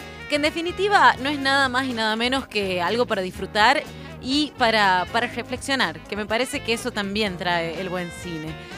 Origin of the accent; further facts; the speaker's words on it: Santiago del Estero, Argentina; now in Córdoba, Argentina; soy de Santiago del Estero y me gusta muchísimo el calor, aunque sean 40.000 grados, no importa.